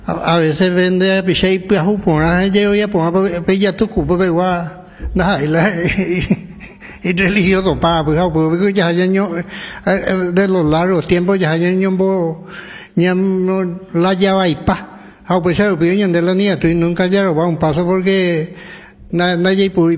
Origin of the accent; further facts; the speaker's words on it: Horqueta, Concepción, Paraguay; como humano, como cristiano, como paraguayo, como orqueteño